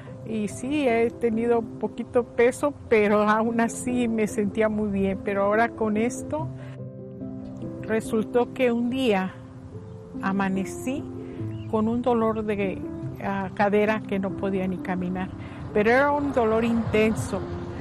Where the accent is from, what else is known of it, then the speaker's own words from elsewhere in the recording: Mexico City, Mexico; moved away; Yo soy de la Ciudad de México. Llegué aquí, me casé, tuve unos maravillosos hijos, un maravilloso esposo.